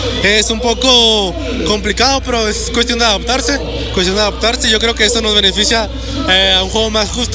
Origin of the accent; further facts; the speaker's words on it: Mexico; Responder por nosotros los mexicanos.